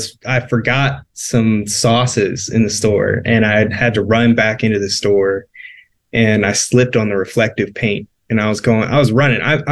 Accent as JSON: {"language": "English", "town": "Milwaukee", "region": "Wisconsin", "country": "United States", "tie": "born or raised there", "said": "growing up in Milwaukee. You know, it's hard in Milwaukee. It's not easy."}